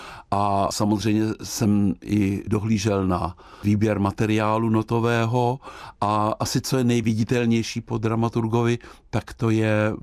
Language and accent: Czech; Prague, Czechia; moved away as an adult; now in Plzeň, Czech Republic; Já jsem Pražák, křtěný Vltavou, a do Plzeň jsem se dostal, tedy šel jsem tam za prací. A dlouho jsem dojížděl Plzeň-Praha, pak jsem se tam přestěhoval a teď zase dojíždím Plzeň-Praha